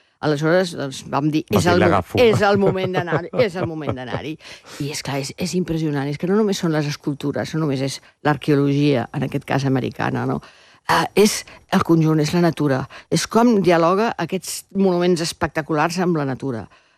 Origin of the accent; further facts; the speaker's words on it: Llançà, Catalonia, Spain; I aleshores soc de Llanza.